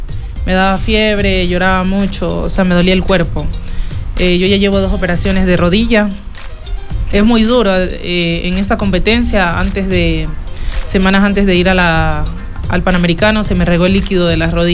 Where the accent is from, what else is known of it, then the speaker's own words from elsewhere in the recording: Ecuador; also born or lived in Colombia; yo tenía papeles colombianos, porque yo nací en Colombia, pero crecí aquí en Ecuador.